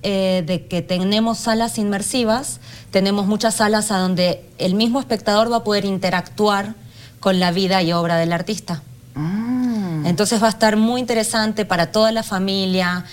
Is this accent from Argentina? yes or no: yes; Argentina; now in Mexico; no es el mejor momento para ser argentina en México.